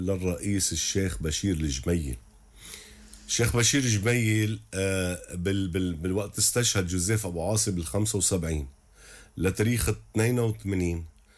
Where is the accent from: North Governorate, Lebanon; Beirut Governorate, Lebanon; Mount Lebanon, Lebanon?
Mount Lebanon, Lebanon; Ain el-Remmaneh; خلقت وربيت تحت، أنا ابن العبدية، نحن ضيعتنا العبدية اسمها، خلقت وربيت بعين الرمانة ومزلت لهلا، ولادي ربيوا خلقوا تحت وبضلوا تحت معي.